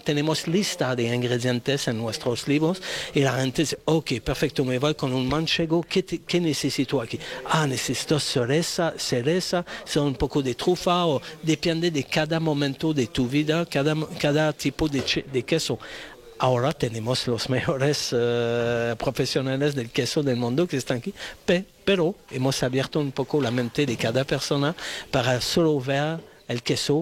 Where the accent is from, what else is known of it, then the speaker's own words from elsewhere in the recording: Canada; Spanish is a second language; moved away as an adult; now in Spain; Soy de Canadá, vivo en España después de 10 años.